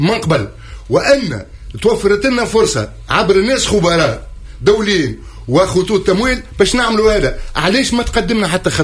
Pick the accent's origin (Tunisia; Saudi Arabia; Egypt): Tunisia; احنا كتونسيين